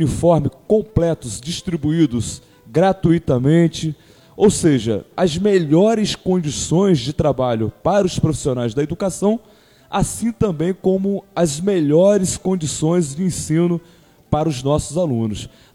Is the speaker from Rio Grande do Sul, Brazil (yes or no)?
no; Iguaba Grande, Rio de Janeiro, Brazil; also born or lived in Araruama; Me trouxeram para Iguaba, onde lá eu sou morador desde que nasci.